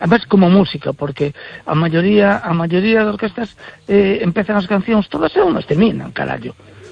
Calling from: As Neves, Galicia, Spain; Dorneves, pero de la parroquia de San Cibrán.

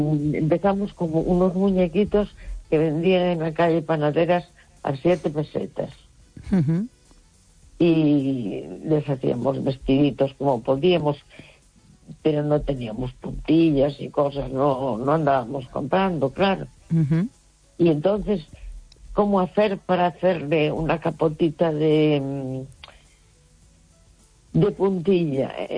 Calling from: A Coruña, Galicia, Spain; de la Coruña.

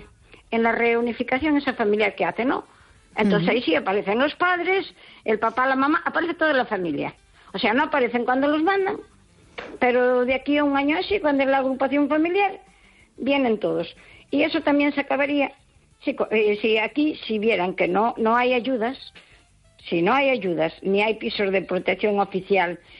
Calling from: Spain

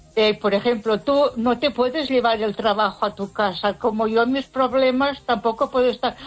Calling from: Ponferrada, Castile and León, Spain; de Ponferrada.

